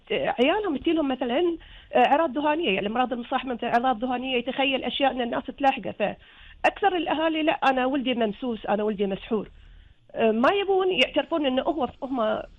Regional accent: Kuwait; هنا عندنا بالكويت

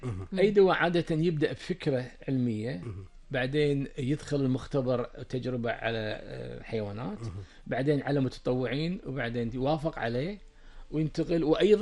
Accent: Kuwait; كما يحدث عندنا في الكويت

